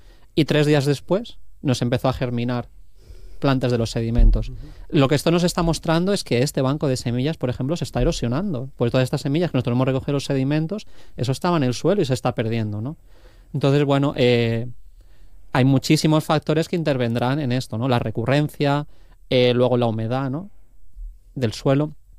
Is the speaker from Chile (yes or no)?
no; Valencian Community, Spain; yo soy valenciano y una de esas cosas que suele decir es que allí no sabe llover.